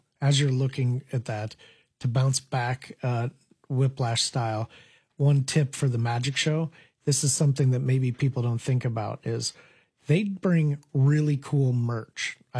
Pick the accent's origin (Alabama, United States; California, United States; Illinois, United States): Illinois, United States; Decatur; born there; I'm from Decatur, Illinois, and I'm a third grader